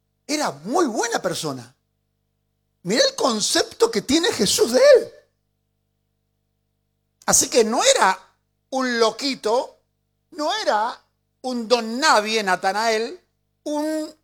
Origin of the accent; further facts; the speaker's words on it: Argentina; cuando me toca viajar al extranjero y ahí nomás me sacan que soy argentino